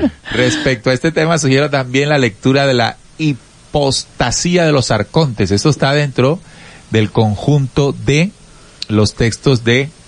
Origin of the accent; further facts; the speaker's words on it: Venezuela; Yo estuve allá hace tiempo en Guadalajara, entre otros estados. Yo soy de Venezuela.